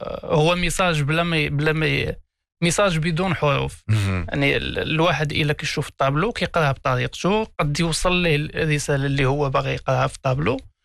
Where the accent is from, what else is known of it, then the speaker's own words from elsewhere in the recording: Morocco; هنا عندنا في المغرب